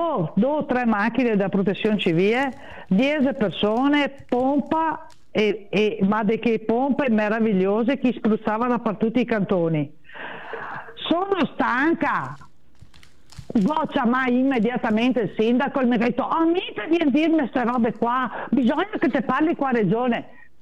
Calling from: Cartigliano, Veneto, Italy; cartigliano, cioè del mio paese

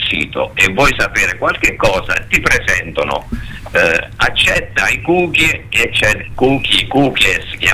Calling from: Tuscany, Italy; io da buon toscano

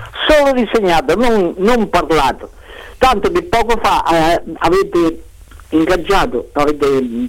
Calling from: Recanati, Marche, Italy; io sono di Recanati

